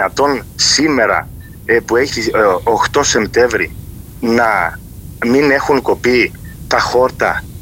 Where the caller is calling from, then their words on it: Keri, Ionian Islands, Greece